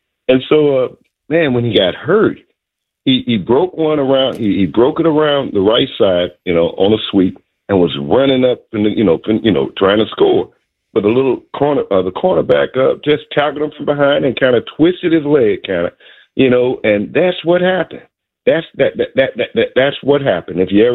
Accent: St. Louis, Missouri, United States; Back in the day, man, I grew up in St. Louis, and Roger Maris, man, when we had him on the Cardinals.

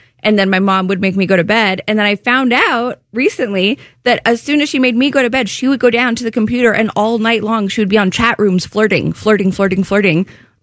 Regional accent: Canada; I am Canadian, as is my mom.

